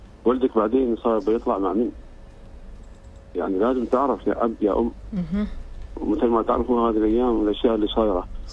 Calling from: Oman; الله يحفظ بلادنا عمان،

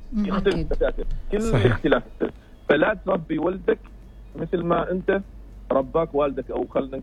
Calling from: Oman; أنا يعني لاعب في المنتخب سابق وفي بعض الأندية عندنا في عمان.

